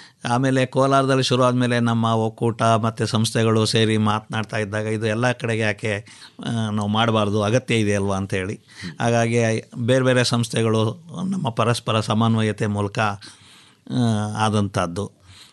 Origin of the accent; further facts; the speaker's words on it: Mandya district, Karnataka, India; ನಾವು ಮಂಡ್ಯ ಜಿಲ್ಲೆಯವರೇ, ಅಲ್ಲಿ ನಮ್ಮ ಬೋರ್ಡಲ್ಲಿರುವಂಥವರೆಲ್ಲ ಸಾಕ ಎಲ್ಲರೂ ಮಂಡ್ಯ ಜಿಲ್ಲೆಯಲ್ಲೇ ಇದ್ದೀವಿ, ಅಲ್ಲೇ ಕೆಲಸ ಮಾಡ್ತಾ ಇದ್ದೀವಿ.